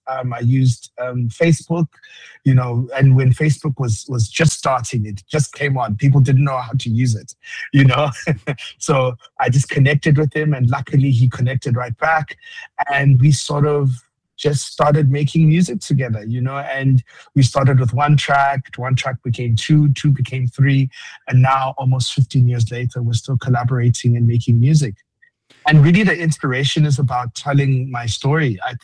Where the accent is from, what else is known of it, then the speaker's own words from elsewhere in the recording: South Africa; Yeah, so I, you know, as you said, I'm from South Africa